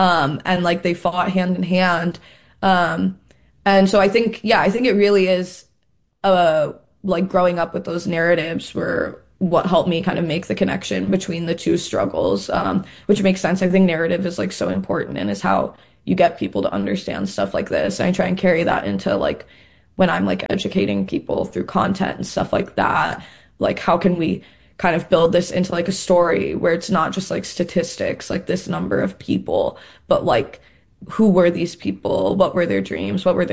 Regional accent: Chicago, Illinois, United States; growing up in Chicago

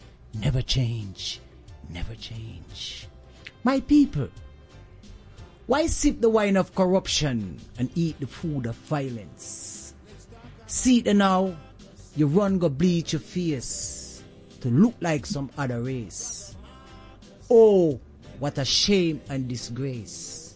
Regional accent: Saint Thomas, Jamaica; So, you know, based off of I and I growing up in Jamaica, you know, I always have to say this, in a bad St. Thomas, Jamaica, where I and I raised and grew up

